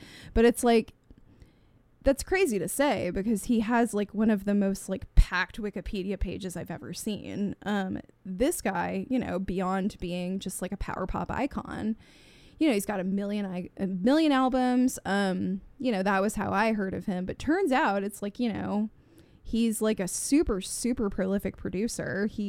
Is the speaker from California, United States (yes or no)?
no; Tulsa, Oklahoma, United States; I'm from Tulsa, Oklahoma.